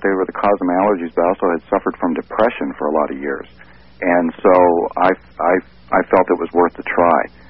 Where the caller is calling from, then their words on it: Seattle, Washington, United States; I'm calling from Seattle.